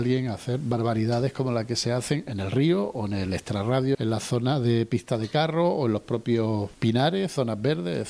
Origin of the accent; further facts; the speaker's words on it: Melilla, Spain; lo que nos afecta es a todos los melillenses